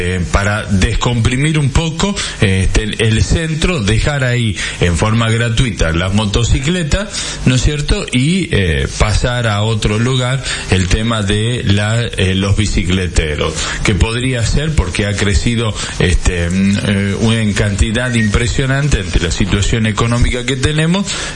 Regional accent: Salta, Argentina; así somos los salteños

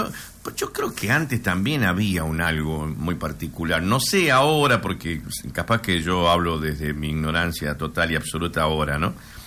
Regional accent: Argentina; Que los argentinos somos muy particulares.

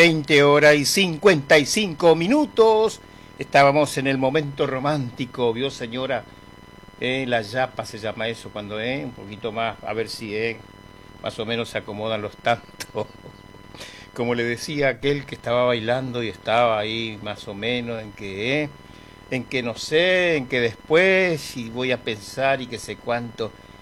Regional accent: Presidencia de la Plaza, Chaco, Argentina; now in Ushuaia, Argentina; saludo para toda la gente de Presidencia de la Plaza, mi pueblo, claro, Presidencia de la Plaza, en la provincia del Chaco.

